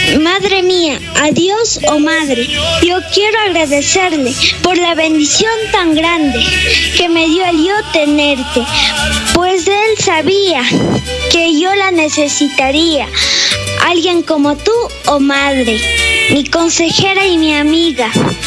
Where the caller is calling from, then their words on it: Mocha, Tungurahua, Ecuador; Llamo desde Mocha.